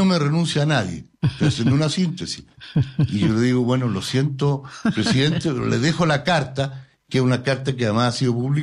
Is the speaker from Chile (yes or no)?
yes; Chile; Yo soy hijo de inmigrantes árabes, que llegaron en 1914. Somos chilenos recién.